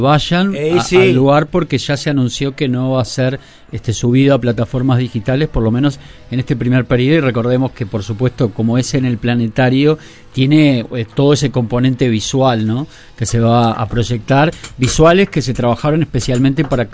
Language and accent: Spanish; Uruguay; Somos uruguayos.